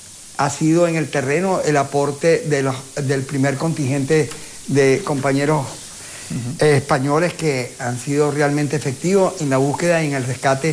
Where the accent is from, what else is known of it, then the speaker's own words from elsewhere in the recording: Venezuela; muchísimas gracias a ustedes por estar pendiente de ese horrorosa situación que está sucediendo en mi país.